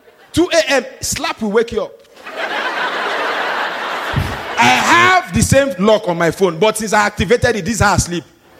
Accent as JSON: {"language": "English", "country": "Nigeria", "said": "I'm Nigerian."}